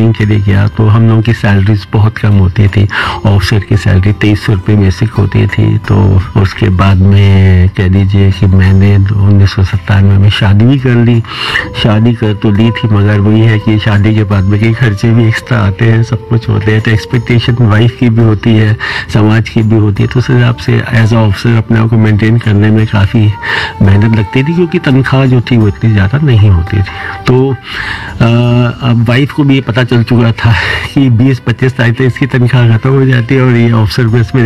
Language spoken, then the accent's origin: Hindi; Faridabad, Haryana, India; मैं फरीदाबाद का निवासी हूँ।